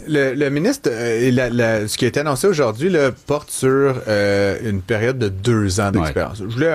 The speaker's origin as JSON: {"language": "French", "region": "Quebec", "country": "Canada", "tie": "born or raised there", "said": "je suis originaire de l'Outaouais québécois"}